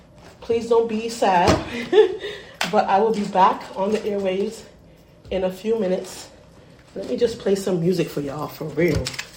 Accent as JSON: {"language": "English", "town": "Hudson", "region": "New York", "country": "United States", "said": "I'm from Hudson"}